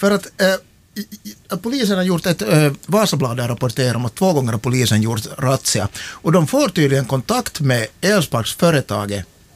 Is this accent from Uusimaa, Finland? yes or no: no; Vaasa, Ostrobothnia, Finland; moved away as an adult; now in Turku, Finland; För jag var upp till Vasa, min hemstad.